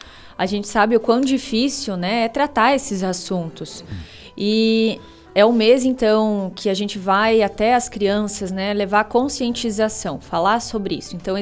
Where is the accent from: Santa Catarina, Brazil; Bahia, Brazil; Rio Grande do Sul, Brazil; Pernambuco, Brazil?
Rio Grande do Sul, Brazil; Erechim; moved away as an adult; now in Francisco Beltrão, Brazil; Sou de Erechim